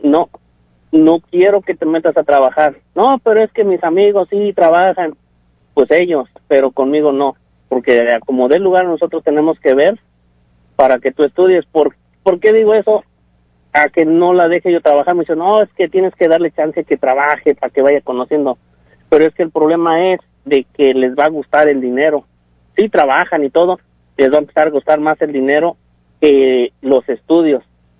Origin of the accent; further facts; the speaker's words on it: Mexico; que venimos de México, bueno, la mayoría, no todos, ¿verdad?, porque hay otros que son de otros países, pero venimos de allá, de nuestro país o nuestra tierra